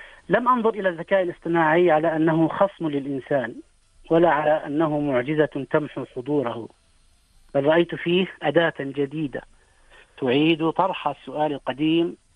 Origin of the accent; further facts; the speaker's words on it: Amman, Amman Governorate, Jordan; نشأت في عمان وتفتح وعي بين مدارسها وجامعاتها